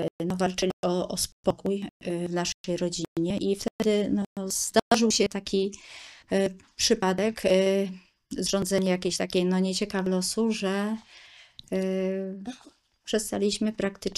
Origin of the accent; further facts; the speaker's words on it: Greater Poland Voivodeship, Poland; poszukiwałam i w tym województwie, i poza tym województwem, gdzie pochodzę z Wielkopolski